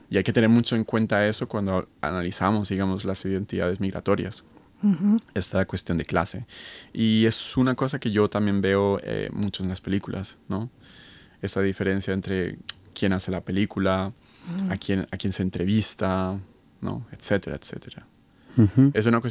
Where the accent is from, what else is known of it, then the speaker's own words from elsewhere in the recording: Colombia; also born or lived in Spain; O sea, yo soy colombiano-español, ustedes son chilenos